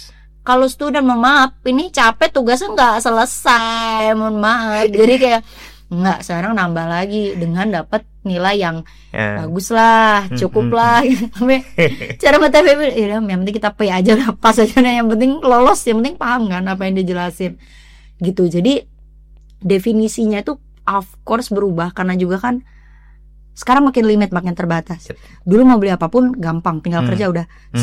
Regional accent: Indonesia; moved away as an adult; now in Australia

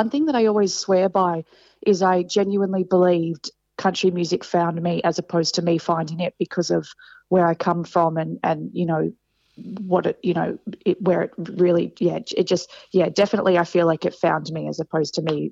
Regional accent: Katherine, Northern Territory, Australia; moved away; also born or lived in Brisbane / Sydney; I grew up in Katherine in the Northern Territory, and I grew up obviously very remote

